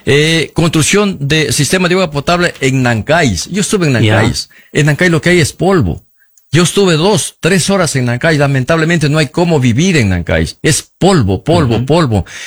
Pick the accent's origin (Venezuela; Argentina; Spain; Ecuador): Ecuador; Los Encuentros, Zamora-Chinchipe; yo soy de Los Encuentros, tengo una propiedad acá